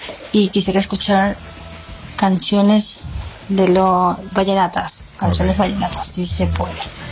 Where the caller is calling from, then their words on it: Bilbao, Basque Country, Spain; Te escucho desde Bilbao, España. Ahora son aquí las 6:34.